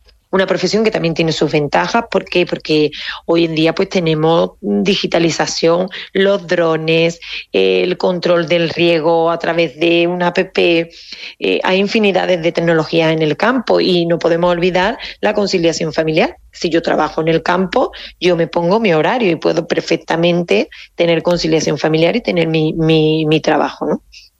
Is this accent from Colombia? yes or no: no; Seville, Andalusia, Spain; moved away as an adult; now in Carcabuey, Spain; porque yo soy de capital y me vine al mundo rural, soy de Sevilla, me vine aquí a Carcagüey, cuando aquello pues estamos hablando del año 2002 aproximadamente